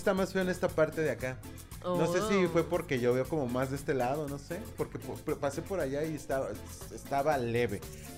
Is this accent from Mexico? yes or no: yes; Jacona, Michoacán, Mexico; Entonces, ahorita, por ejemplo, de donde vengo, allá en Jaconac.